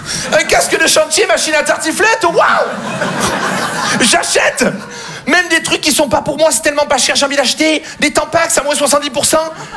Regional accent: Marseille, Provence-Alpes-Côte d'Azur, France; Et évidemment, il n'est pas attaché, parce que chez moi, à Marseille, la ceinture, ça ne sert à rien.

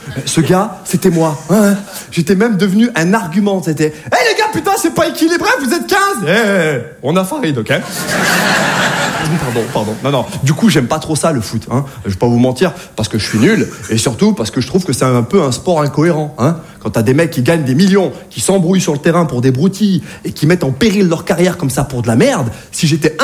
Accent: Saint-Étienne, Auvergne-Rhône-Alpes, France; quand je vous dis que j'ai grandi à Saint-Étienne, je parais pas, mais je suis né en 1980, ok?

